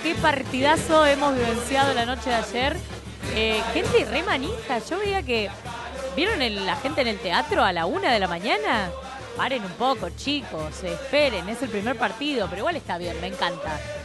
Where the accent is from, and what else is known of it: Argentina